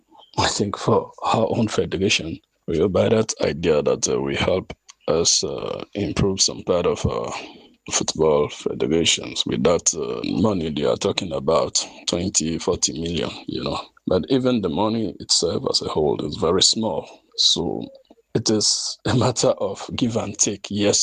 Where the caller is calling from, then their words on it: Southern Province, Sierra Leone; I'm calling from Bull City, Southern Sierra Leone.